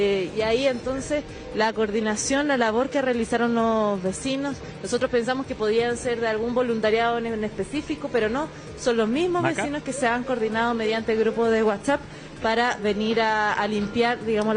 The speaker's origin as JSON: {"language": "Spanish", "country": "Chile", "said": "lo que somos los chilenos"}